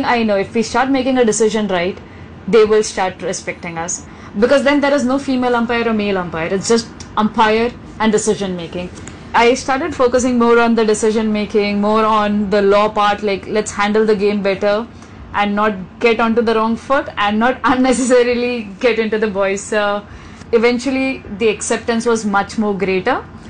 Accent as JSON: {"language": "English", "town": "Mumbai", "region": "Maharashtra", "country": "India", "said": "So I came from Mumbai."}